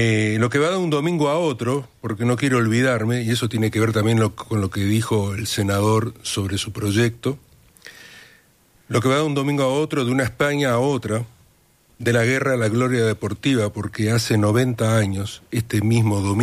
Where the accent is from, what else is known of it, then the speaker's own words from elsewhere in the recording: Uruguay; nuestro país